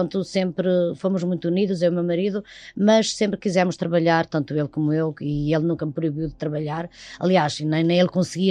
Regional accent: Macedo de Cavaleiros, Norte, Portugal; now in Lisbon, Portugal; Portanto, a minha aldeia já está a entrar mesmo em Macedo de Cavaleiros, eu vou ao cabeleireiro, eu vou ao supermercado, eu vou à peixaria

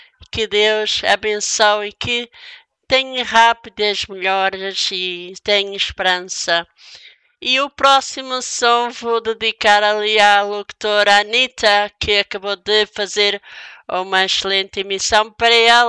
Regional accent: Madeira, Portugal; now in Barcelos, Portugal; um beijinho vai ali para a Madeira, Madeira para a minha terra natal

